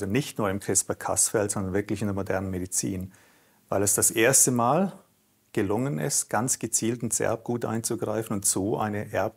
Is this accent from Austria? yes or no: no; Switzerland; now in Freiburg, Germany; Als Schweizer bin ich ein bisschen zurückhaltend, was Superlative angeht.